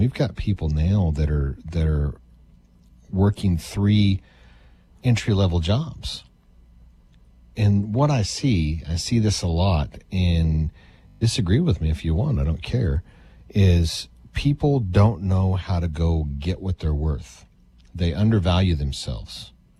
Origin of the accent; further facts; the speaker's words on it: Odessa, Texas, United States; When we grew up in Odessa, Texas